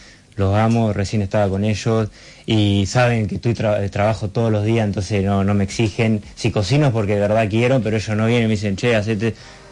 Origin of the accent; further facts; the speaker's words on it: Carlos Casares, Buenos Aires Province, Argentina; moved away; cuando vuelvo al pueblo, yo soy de Carlos Casares, está 3:30 acá.